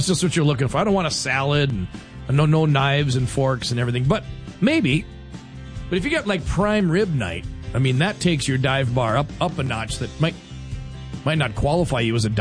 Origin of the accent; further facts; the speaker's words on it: Minnesota, United States; growing up around the Detroit Lakes area